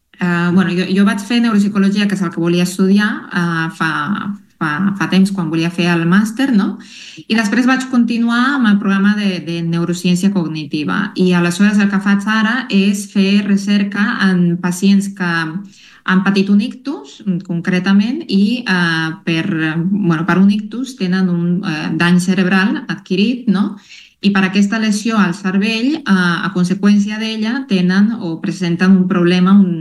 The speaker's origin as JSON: {"language": "Catalan", "region": "La Paz", "country": "Bolivia", "first_language": "Spanish", "second_language": "Catalan", "moved": "yes", "lives_now": "Catalonia, Spain", "said": "Les persones més de muntanya, diguem, de la regió on vinc, de La Paz"}